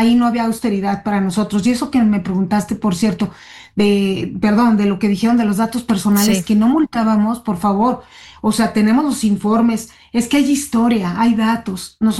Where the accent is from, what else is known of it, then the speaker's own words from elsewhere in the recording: Mexico; No somos tontos los mexicanos, sabemos cuál es la información que no se puede dar a conocer